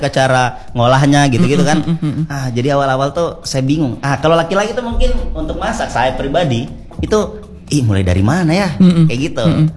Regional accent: Sulawesi, Indonesia; saya orang Sulawesi tidak enakan ini.

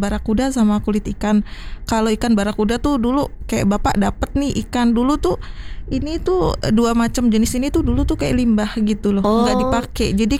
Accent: Demak, Central Java, Indonesia; moved away as an adult; also born or lived in Jakarta; now in Tambun, Indonesia; Asli Jawa Demak.

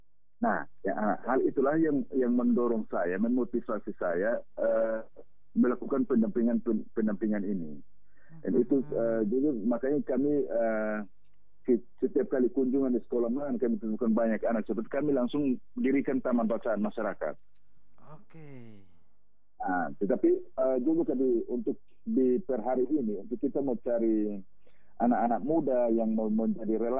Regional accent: East Nusa Tenggara, Indonesia; born there; hasil asesmen nasional khusus di tempat kelahiran saya di Kabupaten TTS itu kakak sering jadi kabupaten terakhir

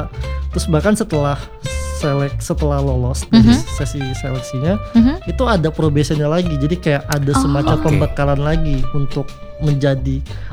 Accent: East Jakarta, Jakarta, Indonesia; Aku dari Jakarta Timur.

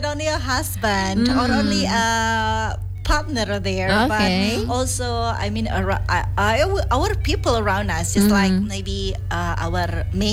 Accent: Indonesia; English is a second language; You know that we are Indonesian and completely we love Indonesia a lot.

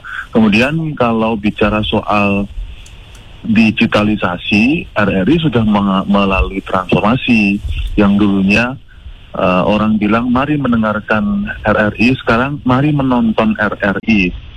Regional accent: Yogyakarta, Special Region of Yogyakarta, Indonesia; karena saya dari Jogja ya

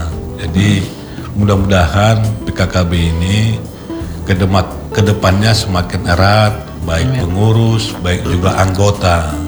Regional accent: Palu, Central Sulawesi, Indonesia; Makanya saya bilang saya sebagai orang Palu tapi yang berbudaya Batak gitu ya.

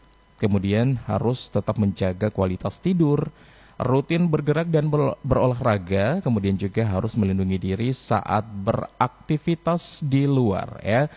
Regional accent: Gorontalo, Indonesia; Saya orang Gorontalo

